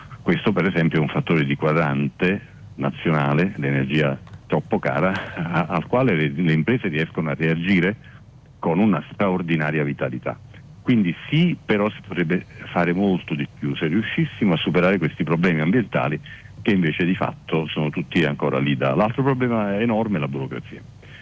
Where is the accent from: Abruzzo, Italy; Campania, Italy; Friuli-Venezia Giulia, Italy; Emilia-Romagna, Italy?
Campania, Italy; Naples; io sono napoletano di origine, c'è un bellissimo proverbio che afferma: meglio essere la coda di un'alice che la testa di un cefalo.